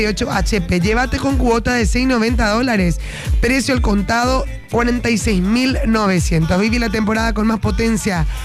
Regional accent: Paraguay; como paraguayos hay cosas que ya no vamos a tolerar.

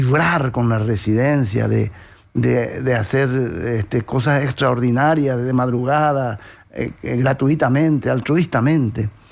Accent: Paraguay

